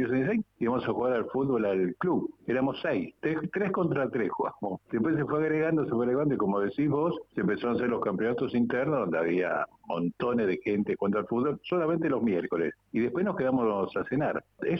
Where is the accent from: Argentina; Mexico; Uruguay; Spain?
Argentina; Buenos Aires; yo soy del barrio de Caballito, viví a la vuelta del Club Este